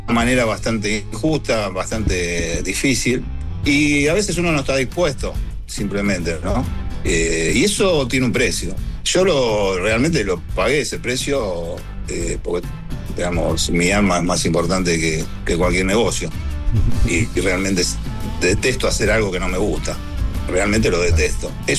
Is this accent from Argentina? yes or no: yes; Argentina; nacimos en Argentina y somos argentinos